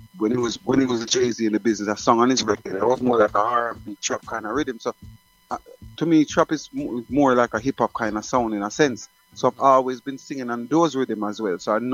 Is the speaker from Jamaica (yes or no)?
yes; Stewart Town, Jamaica; born there; moved away; also born or lived in Mountain View, Jamaica / New York, United States; I grew up in a place, a rural town called Stuartown.